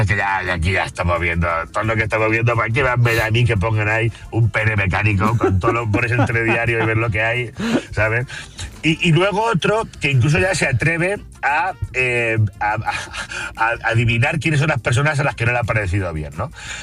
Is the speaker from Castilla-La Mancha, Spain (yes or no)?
yes; Picón, Castilla-La Mancha, Spain; he pasado por la plaza de mi pueblo